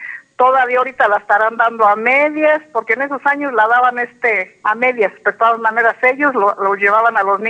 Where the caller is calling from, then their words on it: Álvaro Obregón, Mexico; Yo soy aquí de Álvaro Obregón.